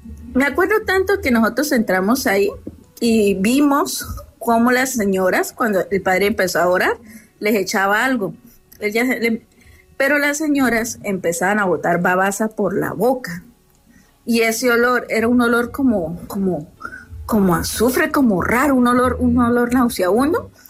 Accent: Cúcuta, Norte de Santander, Colombia; born there

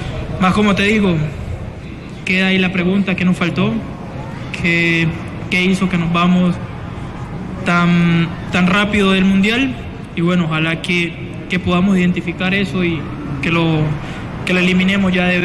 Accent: Colombia

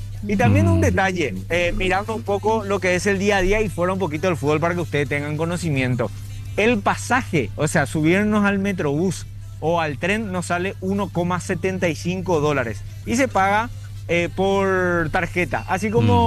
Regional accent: Paraguay; como todo paraguayo corresponde.

